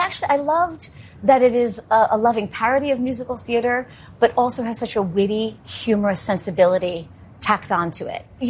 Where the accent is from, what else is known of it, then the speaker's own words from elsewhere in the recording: New York, United States; And as a New Yorker, it still makes me tear up a little bit.